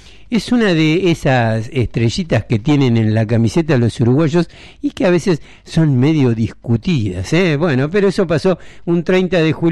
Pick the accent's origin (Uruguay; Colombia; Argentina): Argentina; somos argentinos.